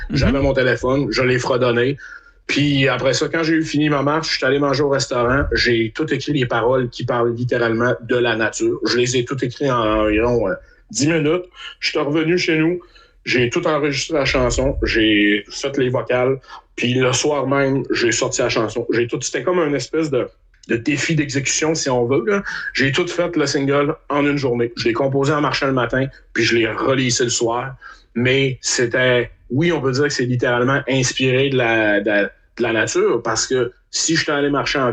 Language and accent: French; Quebec, Canada; j'ai l'impression d'en faire partie parce que je viens de Québec, là, je me répète.